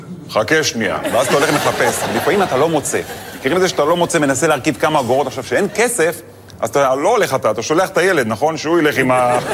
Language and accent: Hebrew; Netanya, Central District, Israel; האמת, אני גדלתי בנתניה, לא יצא לי, בחיים לא הייתי שליח בבית, כי אמא טריפוליטאית